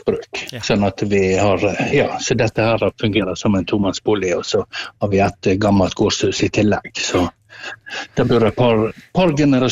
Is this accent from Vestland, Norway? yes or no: yes; Osterøy, Vestland, Norway; Du, jeg befinner meg på Osterøy. Jeg er født og oppvokst og bor på Osterøy.